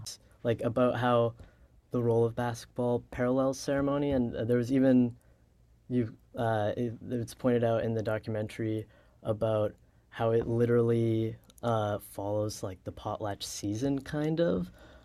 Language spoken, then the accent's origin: English; Manitoba, Canada; I'm Red River Métis from Treaty One.